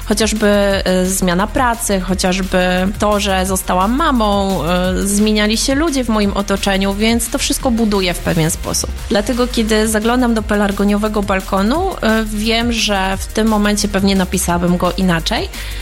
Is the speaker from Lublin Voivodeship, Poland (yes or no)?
no; Iława, Warmian-Masurian Voivodeship, Poland; jestem rodowitą Iławianką